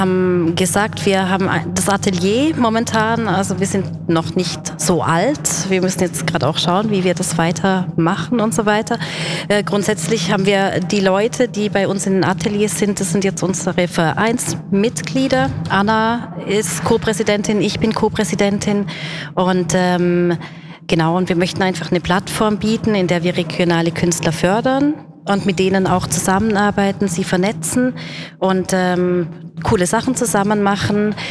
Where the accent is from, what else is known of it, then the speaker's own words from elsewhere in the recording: Germany; moved away as an adult; now in Basel, Switzerland; Ich komme aus Deutschland, bin seit 15 Jahren hier